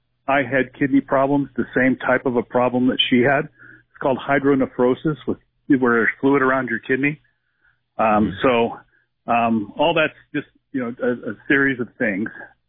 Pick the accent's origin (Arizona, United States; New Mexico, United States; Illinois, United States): New Mexico, United States; Roswell; born there; I was born in 1961 in Roswell, New Mexico. My dad was stationed at the Walker Air Force Base.